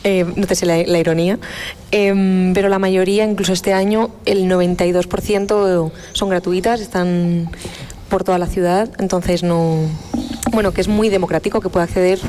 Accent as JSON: {"language": "Spanish", "town": "Elche", "region": "Valencian Community", "country": "Spain", "lives_now": "Valladolid, Spain", "said": "yo que soy de Elche, Valladolid es una ciudad donde la gente te recibe con los brazos abiertos"}